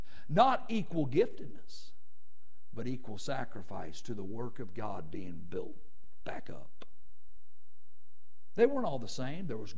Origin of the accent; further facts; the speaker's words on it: Arkansas, United States; I'm from Arkansas and I can't pronounce them